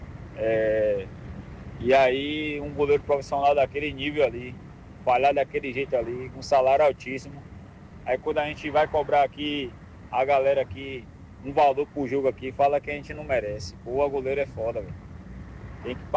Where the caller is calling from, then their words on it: Itabuna, Bahia, Brazil; goleiro aqui de Itabuna.